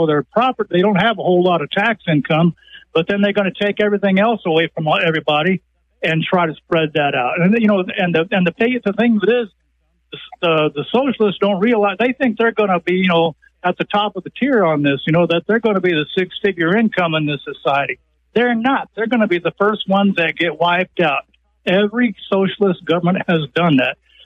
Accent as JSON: {"language": "English", "town": "Anthony", "region": "Texas", "country": "United States", "tie": "born or raised there", "said": "I was born and I was raised up there in Anthony, Texas, which is right on the Mexico state line. I've lived in this area all my life, except for a few years out when I was in the Navy."}